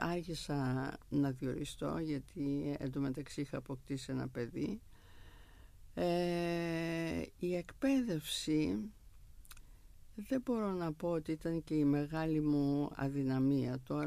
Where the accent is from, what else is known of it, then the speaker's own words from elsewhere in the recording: Thessaloniki, Central Macedonia, Greece; Λοιπόν, εγώ γεννήθηκα στη Θεσσαλονίκη, μεγάλωσα στη Θεσσαλονίκη. Η πρώτη μου γειτονιά ήταν η πλατεία Υποδρομίου.